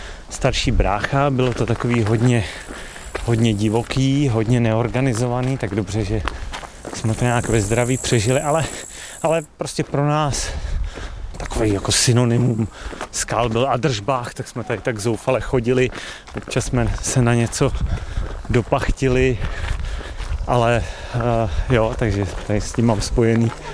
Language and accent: Czech; Krkonoše, Czechia; Já to mám takovou celoživotní paralýzu tím, že jsem z Krkonoš